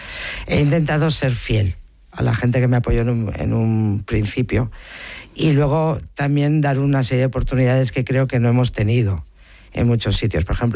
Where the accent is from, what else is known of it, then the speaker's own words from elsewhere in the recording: Bilbao, Basque Country, Spain; yo soy de Bilbao y volver a casa